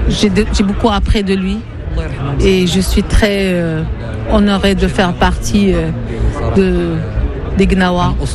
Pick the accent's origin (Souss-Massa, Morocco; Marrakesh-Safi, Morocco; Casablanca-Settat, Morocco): Souss-Massa, Morocco; Agadir; je suis d'Agadir et c'est ma première participation au festival